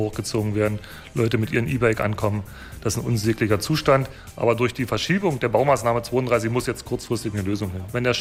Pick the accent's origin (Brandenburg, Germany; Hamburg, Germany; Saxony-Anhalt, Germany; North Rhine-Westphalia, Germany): Brandenburg, Germany; Doberlug-Kirchhain; Ich komme hier aus dem Ortsteil von Doberlug-Kirchhain, aus dem Dorf Frankenau.